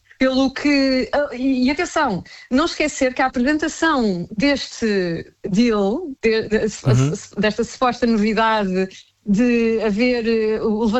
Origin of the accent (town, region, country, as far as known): Portugal